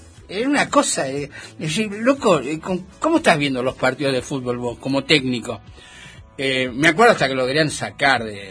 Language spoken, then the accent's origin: Spanish; Argentina; No, acá no, somos argentinos.